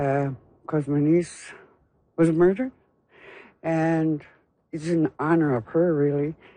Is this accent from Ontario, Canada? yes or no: no; Rigolet, Newfoundland and Labrador, Canada; I'm originally from Ringlet, Labrador.